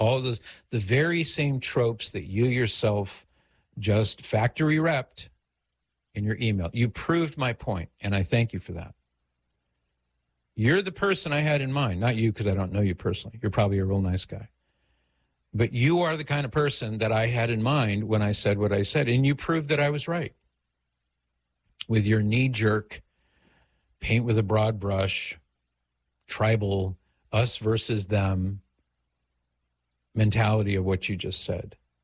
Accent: New York, United States; I'm from New York, and on my block alone, several families, Democrats, fly the American flag.

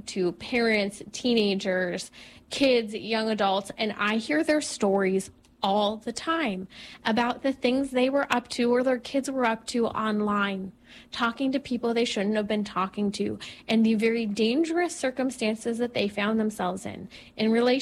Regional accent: California, United States; I chose three states, my home state of California, Florida, and then Georgia, as three states to just look at how many children are missing in those states.

